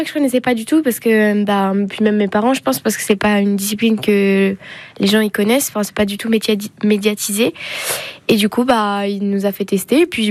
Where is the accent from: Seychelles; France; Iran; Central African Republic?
France; Bourgogne-Franche-Comté; Je viens de Doran, le petit village dans le territoire de Belfort, et j'ai 19 ans, bientôt 20